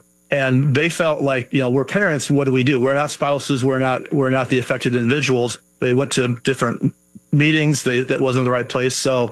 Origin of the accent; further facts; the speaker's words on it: Illinois, United States; born there; also born or lived in Michigan, United States; Actually, I was born in Illinois. I've been kind of bounced around the country. I lived in Michigan most recently for about 25 years and made my way back to Illinois about 4 years ago.